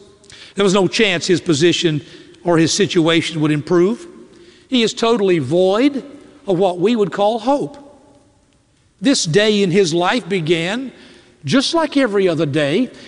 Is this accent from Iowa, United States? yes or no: no; Greensboro, North Carolina, United States; I'm from Greensboro, North Carolina